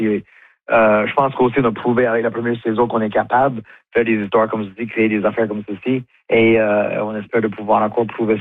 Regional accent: the Maritimes, Canada; on est capable à pousser l'enveloppe ici chez nous au Maritime, en Acadie.

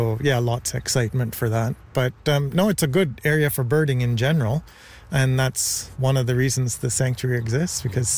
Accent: Ontario, Canada; moved away; I am accustomed to seeing them from my childhood, growing up in Ontario

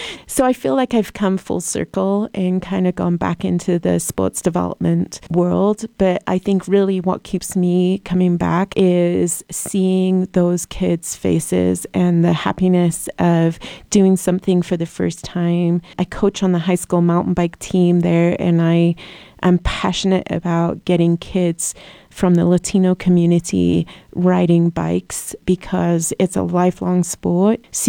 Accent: Wales, United Kingdom; moved away as an adult; now in Park City, United States; Yeah, so I grew up in Wales, which sometimes you can hear my accent, sometimes you can't.

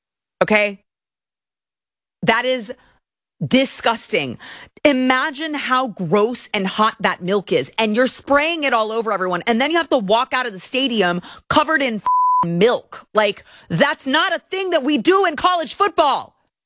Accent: Texas, United States; No, they're not. And I just can't tolerate this anymore. No, they're not. I was born and raised here my whole life. I've been here my whole life.

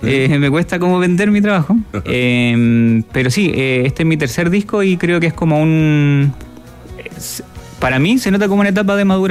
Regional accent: Rancagua, O'Higgins, Chile; also born or lived in Valparaíso; yo soy de Rancagua, me muevo mucho. Por ejemplo, yo estuve algunos años en sello Mezcalina, que es un sello de Valpo, porque también estudié allá en Valpo. Entonces, igual me muevo entre muchas ciudades también.

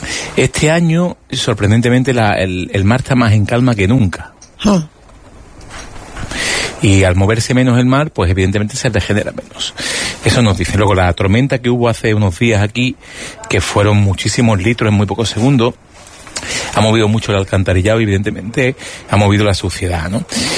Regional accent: Málaga, Andalusia, Spain; Pero ya te digo que cada vez que me recorro yo España y sabe la gente que soy de Málaga, todo el mundo me habla bien de Málaga y del alcalde de Málaga.

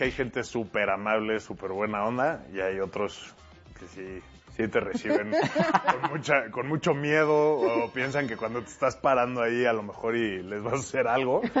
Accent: Mexico City, Mexico; Pues los Diablos. Soy de la Ciudad de México.

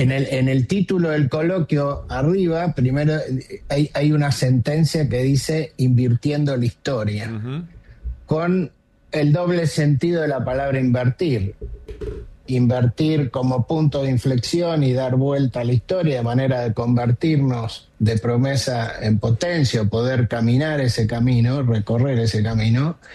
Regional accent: Argentina; Nosotros somos empresarios que vivimos, nacimos y fuimos criados y vivimos en la Argentina, con nuestra familia en Argentina

